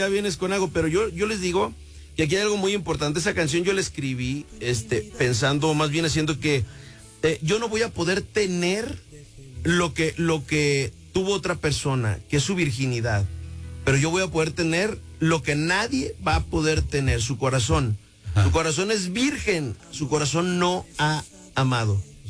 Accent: Mexico

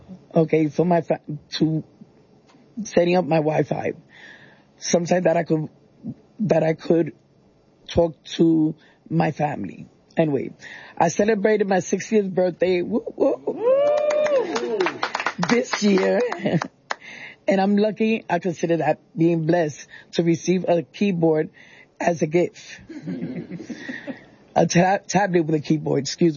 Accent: New York City, New York, United States; born or raised there

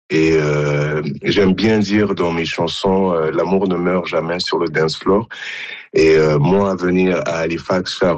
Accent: DR Congo; now in Montreal, Canada; je suis né au Congo, j'ai grandi au Congo, ensuite j'ai déménagé à Montréal depuis.

